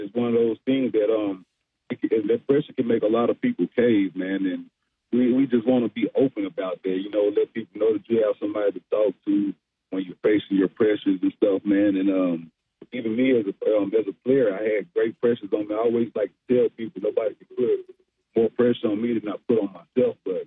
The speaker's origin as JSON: {"language": "English", "town": "Little Rock", "region": "Arkansas", "country": "United States", "tie": "born or raised there"}